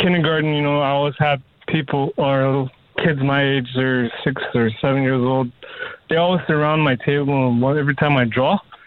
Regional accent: Northwest Territories, Canada; I grew up here in the Northwest Territory, so during my childhood, my parents, they would take us kids out on the land and camp out there.

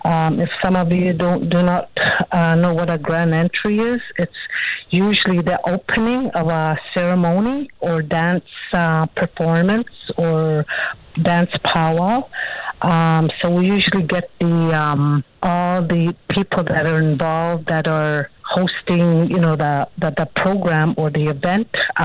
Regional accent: Alberta, Canada; I'm from the Siksika Nation, and my position here is with the Aboriginal Friendship Center of Calgary.

